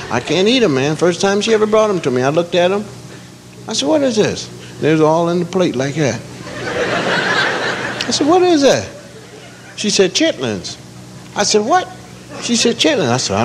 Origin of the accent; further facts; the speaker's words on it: Pennsylvania, United States; Now, I'm from Pennsylvania.